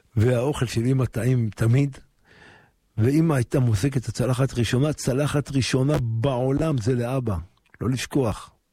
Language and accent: Hebrew; Jerusalem, Jerusalem District, Israel; ושם גדלנו.